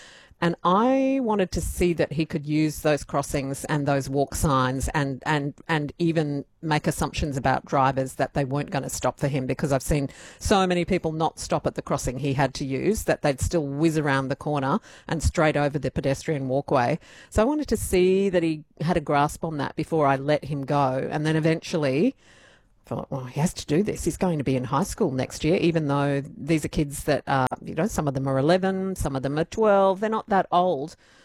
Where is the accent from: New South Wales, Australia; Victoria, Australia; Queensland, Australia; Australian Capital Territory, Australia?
Queensland, Australia; Brisbane; I was out roaming in the nearby bushland near my house where I grew up in Brisbane.